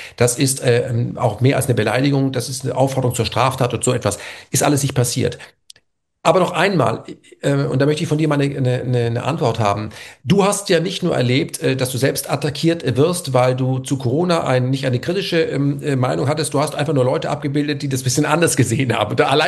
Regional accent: Germany; ich bin in Deutschland groß geworden

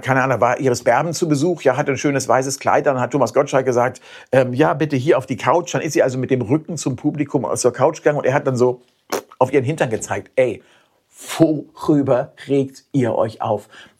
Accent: Hamburg, Germany; moved away; also born or lived in Cologne; als Hamburger Heterosexuelle

